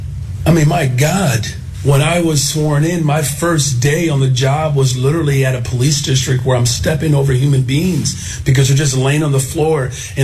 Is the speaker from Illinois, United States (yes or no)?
yes; Chicago, Illinois, United States; But if that's the only thing as a Chicagoan, especially as a Black Chicagoan, if that's the only coverage that you are experiencing